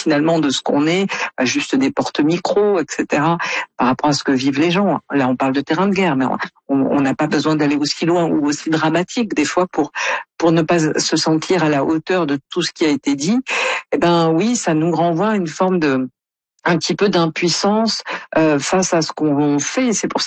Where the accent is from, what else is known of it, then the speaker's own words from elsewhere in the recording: France; on a du mal à imaginer, quand on est Canadien ou comme moi français, comment est-ce qu'on peut vivre